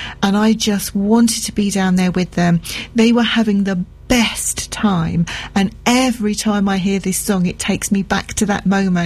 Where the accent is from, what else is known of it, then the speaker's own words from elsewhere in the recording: London, United Kingdom; And I grew up in London, so a lot of my time was spent in central London as well.